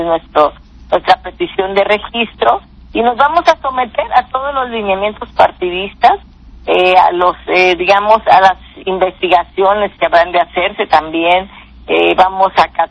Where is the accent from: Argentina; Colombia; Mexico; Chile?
Mexico; Guerrero; las y los guerrerenses pues tenemos en nuestra sangre pues esa resiliencia de trabajar todos los días también por nuestro pueblo